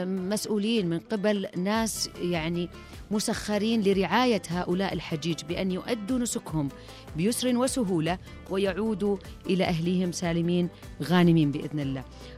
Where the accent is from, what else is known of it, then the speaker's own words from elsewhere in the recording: Saudi Arabia; نفخر فيها كسعوديين